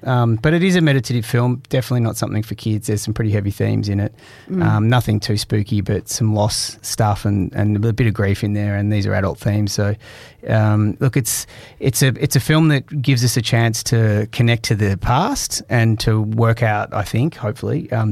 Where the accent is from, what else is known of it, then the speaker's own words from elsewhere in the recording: Australia; born there; I'm actually Irish. I mean, I'm Australian born, but everyone in my family's Irish.